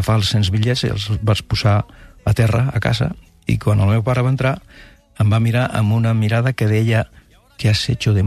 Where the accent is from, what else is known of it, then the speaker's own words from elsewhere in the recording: Barcelona, Catalonia, Spain; born there; Recordo que al meu barri, a Sant Gervasi